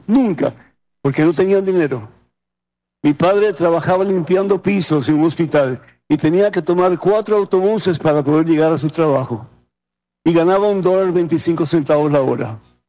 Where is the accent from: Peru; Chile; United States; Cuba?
Cuba; moved away; Yo soy de Cuba originalmente. Y el gobierno cubano nos botó a nosotros de la finca donde vivíamos. Éramos campesinos.